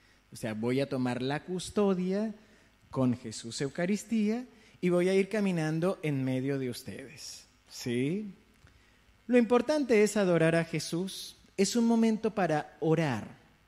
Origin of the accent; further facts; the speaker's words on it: Colombia; Aquí no, pero en Colombia, bien que yo soy colombiana.